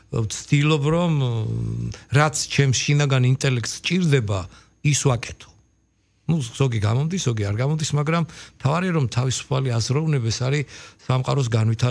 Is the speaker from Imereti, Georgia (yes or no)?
yes; Chiatura, Imereti, Georgia; born or raised there